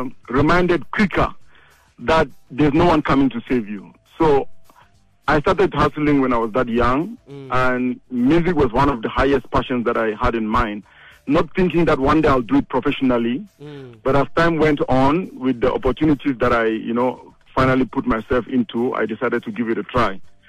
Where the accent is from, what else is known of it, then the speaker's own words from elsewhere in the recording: Cameroon; moved away; I'm from Cameroon